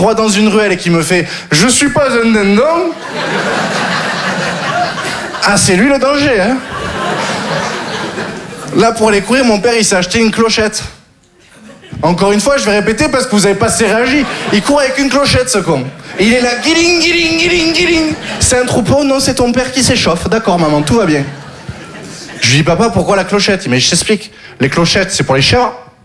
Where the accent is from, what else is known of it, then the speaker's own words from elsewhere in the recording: Occitanie, France; Je viens du sud, j'ai grandi dans le Gard. Le Gard, vous connaissez? Disneyland pour les chasseurs.